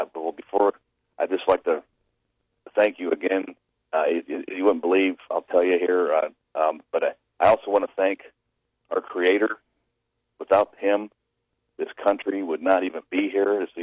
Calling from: Columbiana, Ohio, United States; Hey, I'm reporting in, well, I'm reporting in from Columbiana.

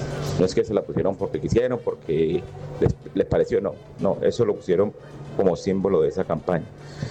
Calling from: Colombia

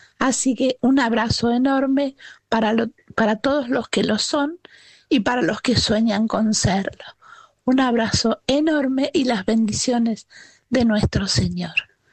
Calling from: Buenos Aires, Argentina; de Villa del Parque.

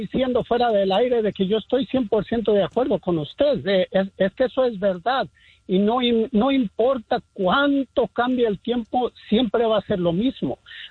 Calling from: Burbank, California, United States; Aquí ando cerquita de con usted, aquí por Burbank. Aquí ando enfrente de los estudios de la Warner Brothers.

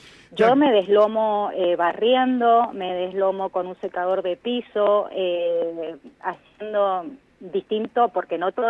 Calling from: Rodeo de la Cruz, Mendoza, Argentina; Soy de Rodeo de la Cruz.

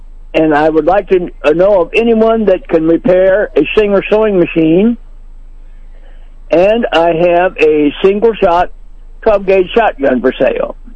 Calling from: Marshall, Missouri, United States; Yes, I'm calling from Marshall

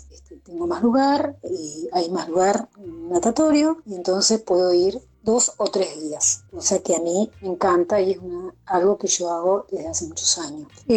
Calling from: Gualeguay, Entre Ríos, Argentina; de Gualeguay.

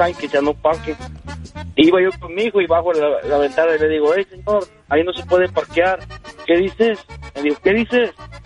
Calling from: San Luis Potosí, Mexico; ¿Somos muchos potosinos los que pasaríamos por ahí o qué?

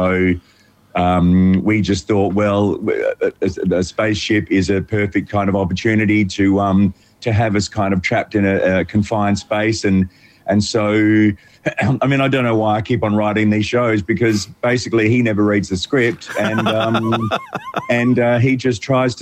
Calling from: Melbourne, Victoria, Australia; I'm calling from the Melbourne galaxy.

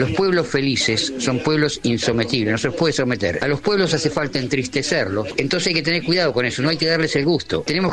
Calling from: Lanús, Buenos Aires Province, Argentina; de Monte Chingolo de Lanús.

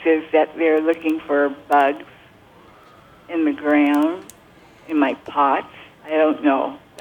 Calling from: Fairbury, Nebraska, United States; I live east of Fairbury in the country

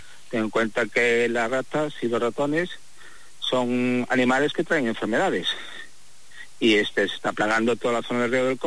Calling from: Vilagarcía de Arousa, Galicia, Spain; Desde Vilagarcía, Asociación Fuente de la Coca.

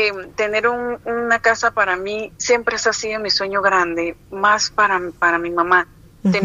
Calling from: Panama City, Panamá, Panama; De Panamá, de Caledonia.

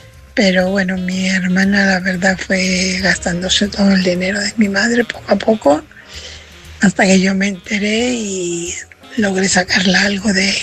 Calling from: Fuenlabrada, Community of Madrid, Spain; corresponsal de Fuenlabrada.

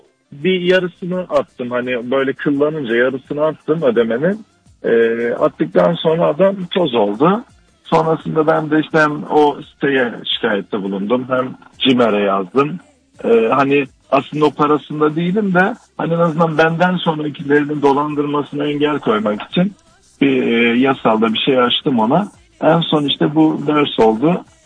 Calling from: Mersin, Turkey; Mersin'den.

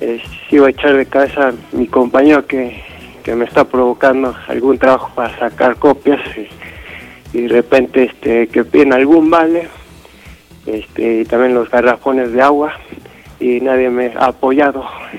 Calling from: Mexico City, Mexico; De la Ciudad de México, en Benito Juárez.

